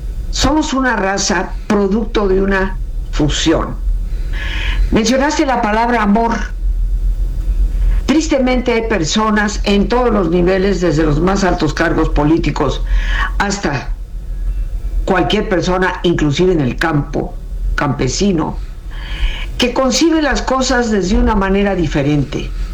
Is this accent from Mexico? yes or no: yes; Mexico; Y como raza, como mexicanos, somos el resultado de esa fusión entre dos culturas, entre dos colores de piel, entre diferentes creencias que finalmente se fusionaron en una sola